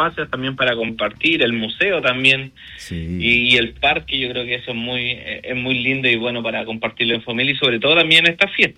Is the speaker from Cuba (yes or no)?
no; Chile; nuestra identidad como chileno